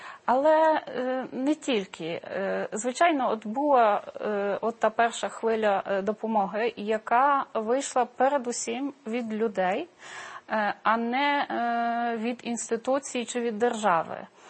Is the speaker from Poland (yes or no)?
yes; Poland; Натомість от і ми, поляки, і українці, завжди будуть думати, як зробити щось в обхід.